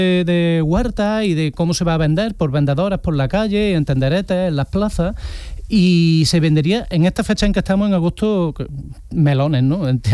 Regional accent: Córdoba, Andalusia, Spain; Venga, que nos vamos a poner en mi tierra, en Córdoba, Charo sabrá, se dice

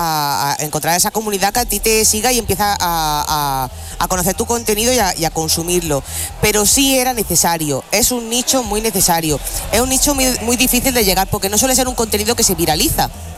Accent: Guadix, Andalusia, Spain; born or raised there

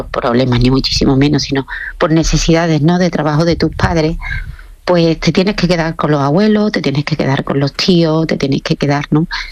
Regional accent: Spain; nosotros somos de Cama, que somos muy conocidos en Cama

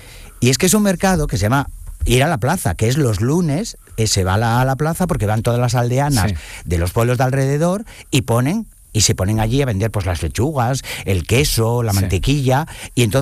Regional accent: Jaén, Andalusia, Spain; born there; Mira, mi familia es de Jaén. Yo soy yo nací en Jaén.

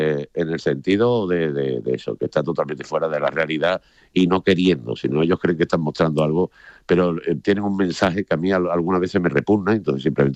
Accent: Andalusia, Spain; accent: Andalusian; moved away as an adult; also born or lived in Madrid; porque soy andaluz

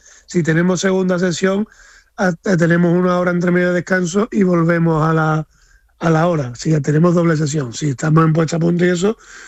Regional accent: Seville, Andalusia, Spain; soy muy sevillano y me gustan las cositas ricas de la tierra.

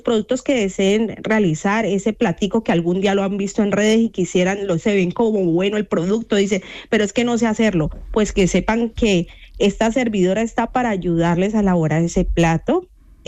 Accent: Colombia; como es en mi caso, que soy colombiana

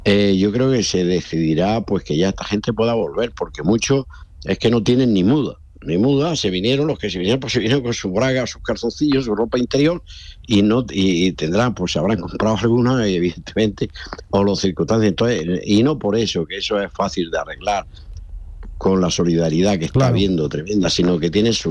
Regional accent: Andalusia, Spain; born there; hay un incendio en mi pueblo, entre Los Gallardos y Sorbas, que es el pueblo, Carrizalejo, toda la zona esta

